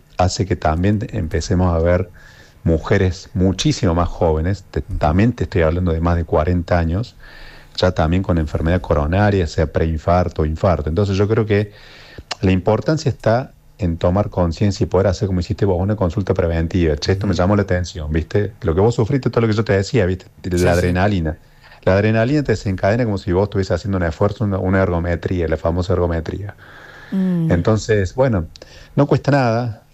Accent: Córdoba, Argentina; Bueno, Sofi nombró, somos de Alta Córdoba, en el Sanatorio Francés.

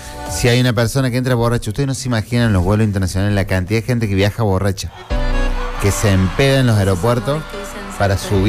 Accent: Córdoba, Argentina; Nosotros somos de Río Seco.

